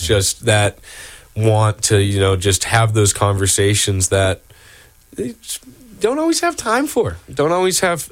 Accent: Massachusetts, United States; moved away as an adult; now in Maine, United States; I grew up in Massachusetts, like 25 minutes north of Boston

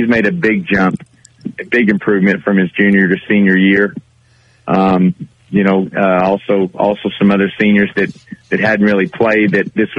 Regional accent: Pauls Valley, Oklahoma, United States; moved away as an adult; now in Turpin, United States; I'm originally from Paul's Valley, Oklahoma, so not originally a panhandle guy, but now that I've been here, my 14th season, I consider myself a panhandle person now

